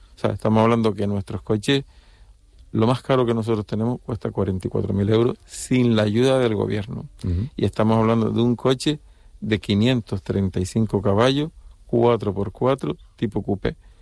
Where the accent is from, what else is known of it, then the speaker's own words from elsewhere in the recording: Las Palmas, Canary Islands, Spain; now in Tenerife, Spain; aunque yo soy de origen de Las Palmas, pero Tenerife la conozco.